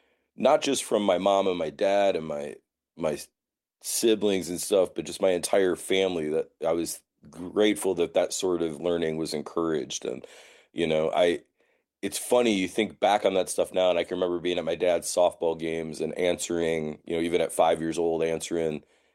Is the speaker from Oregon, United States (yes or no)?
no; Lorain, Ohio, United States; now in Athens, United States; I grew up in Lorain, Ohio. So up on Lake Erie outside of Cleveland.